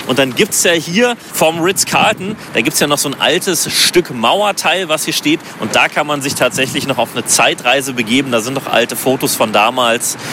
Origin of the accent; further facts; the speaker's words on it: East Germany, Germany; CDs gab es bei uns im Osten nicht.